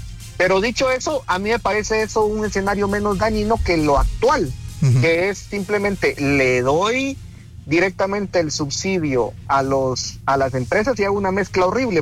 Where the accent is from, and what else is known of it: Guatemala